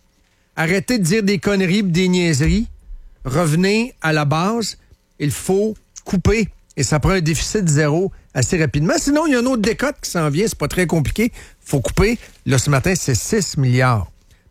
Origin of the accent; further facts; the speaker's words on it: Trois-Rivières, Quebec, Canada; Moi, je le sais. Je viens de Trois-Rivières.